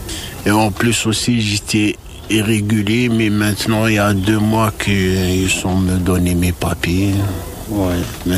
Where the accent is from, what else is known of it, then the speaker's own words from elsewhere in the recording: Algeria; French is a second language; now in France; Algérien.